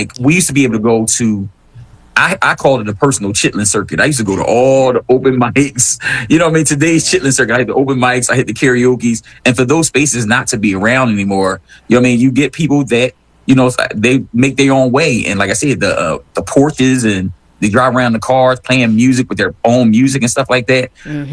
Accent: Philadelphia, Pennsylvania, United States; I can go to Delaware … from West Philly, and promote Philly all day.

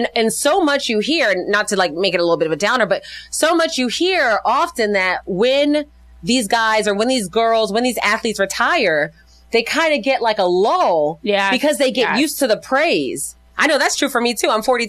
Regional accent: Philadelphia, Pennsylvania, United States; I'm from West Philly

